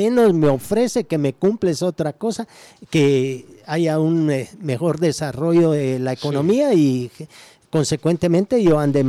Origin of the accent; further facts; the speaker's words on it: Guatemala; nosotros también como chapines